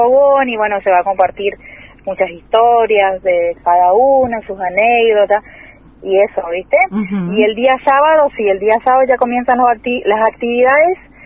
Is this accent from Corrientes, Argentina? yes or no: yes; Mercedes, Corrientes, Argentina; somos todos acá de Mercedes